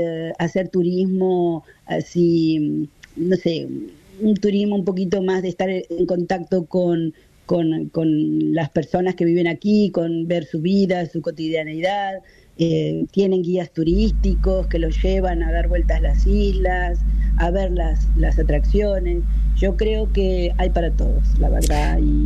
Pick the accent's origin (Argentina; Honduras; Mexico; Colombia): Argentina; Ensenada, Buenos Aires Province